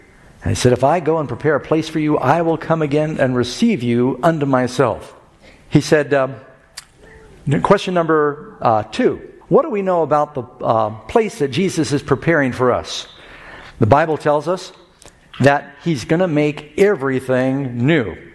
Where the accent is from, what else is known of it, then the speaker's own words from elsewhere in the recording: New York City, New York, United States; also born or lived in Los Angeles / Miami; I was born in Los Angeles. Millions of people down there. I don't know how many now. Then Mom moved to New York. Grew up in New York City, another big city. Dad moved to Miami.